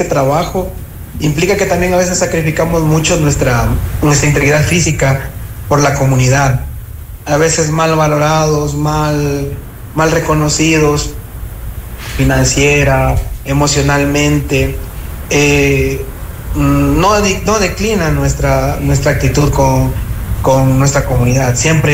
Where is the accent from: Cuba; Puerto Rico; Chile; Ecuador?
Ecuador; La resiliencia en el Ecuador, y mucho más en mi provincia, es muy poca.